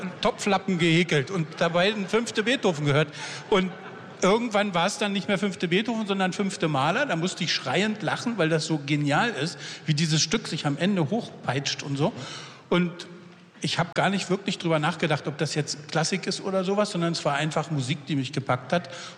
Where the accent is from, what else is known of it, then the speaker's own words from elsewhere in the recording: Berlin, Germany; Ich bin noch zu Ostzeiten in Ost-Berlin aufgewachsen.